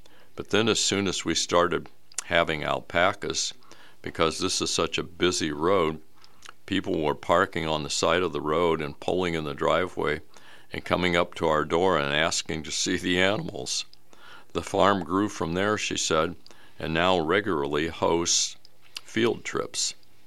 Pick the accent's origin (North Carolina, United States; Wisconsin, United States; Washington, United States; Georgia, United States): Wisconsin, United States; I grew up in Wisconsin, kind of on a homestead